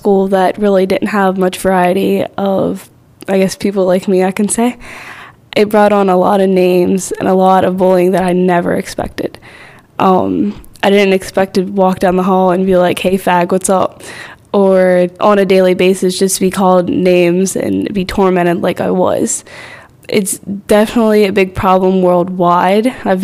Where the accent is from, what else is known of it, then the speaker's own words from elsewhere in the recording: Manassas, United States; I'm 16. I'm from Manassas, PA.